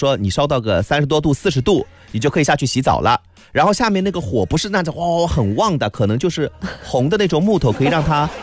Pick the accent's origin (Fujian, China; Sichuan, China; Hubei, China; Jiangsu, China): Jiangsu, China; Yixing, Liyang